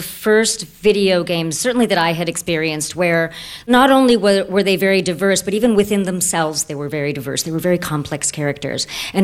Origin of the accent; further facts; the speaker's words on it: California, United States; You know, when I grew up in Orange County, there was no proof that blue eyes and blonde hair were a recessive gene.